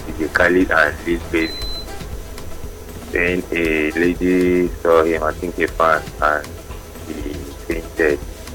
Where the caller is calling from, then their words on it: Zango, Nigeria; I'm calling from Zango.